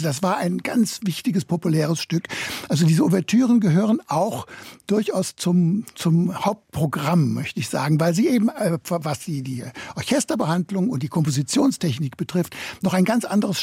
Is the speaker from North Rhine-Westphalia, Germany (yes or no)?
yes; North Rhine-Westphalia, Germany; Ich bin ja eben aufgewachsen im Sendebereich des Westdeutschen Rundfunks.